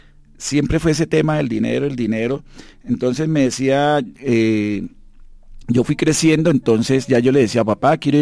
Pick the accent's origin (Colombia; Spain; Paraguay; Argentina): Colombia; Villavicencio, Meta; soy de Villavicencio, nacido y criado en Villavicencio toda mi vida. Vengo de una familia, pues, de clase media, ¿no?